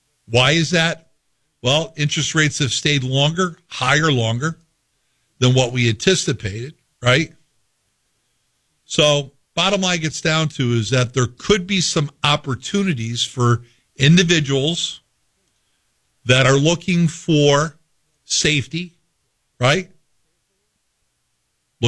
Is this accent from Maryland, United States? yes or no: no; Schaghticoke, New York, United States; I'm a kid from Scaticook, New York.